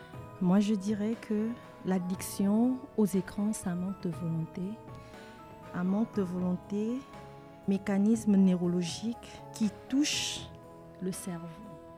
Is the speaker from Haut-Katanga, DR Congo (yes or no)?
no; Kinshasa, DR Congo; moved away as an adult; now in Laval, France; Je suis congolaise de la République démocratique du Congo. Et précisément de Kinshasa, je suis en France et à Laval depuis une année et quatre mois.